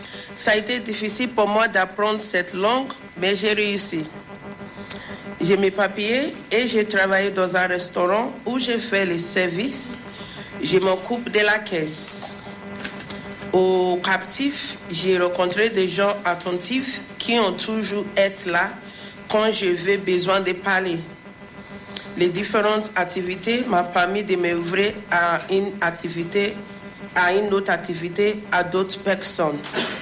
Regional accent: Nigeria; Je viens du Nigeria.

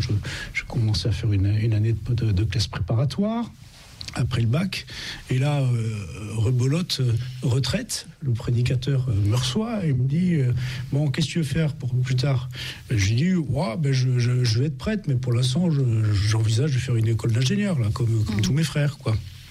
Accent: Montpellier, Occitanie, France; born there; Je suis né à Montpellier, qui est la ville d'origine de la famille, mais j'y suis né pendant les vacances, et j'y ai en fait jamais habité, si ce n'est le service militaire, quoi.

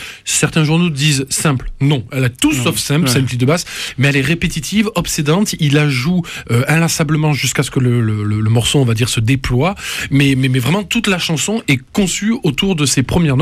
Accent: Toulouse, Occitanie, France; Oui, on est Toulousain. Hein, qu'est-ce que tu veux?

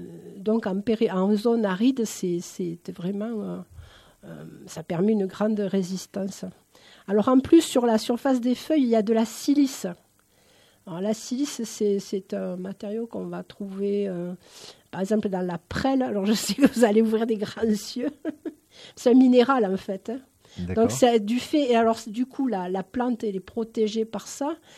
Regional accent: Occitanie, France; moi, je suis originaire de la région de Nîmes, donc ceci explique peut-être cela.

